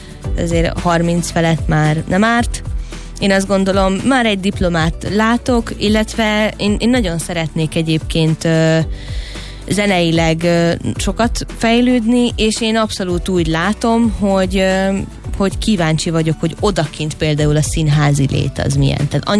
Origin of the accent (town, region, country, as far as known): Hungary; born there